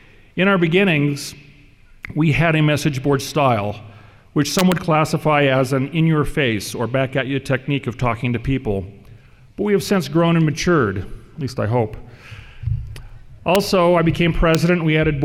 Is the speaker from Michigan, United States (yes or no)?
no; Redding, California, United States; I'm from Redding, California